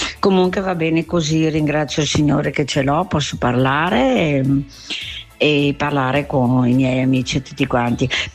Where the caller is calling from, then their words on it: Verona, Veneto, Italy; di Verona.